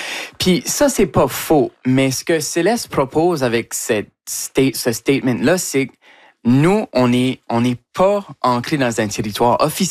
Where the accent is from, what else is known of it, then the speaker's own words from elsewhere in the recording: Acadia, Canada; Écoute, si je viens ici de parler de l'Acadie, il faut que je represente avec la merch de mon peuple.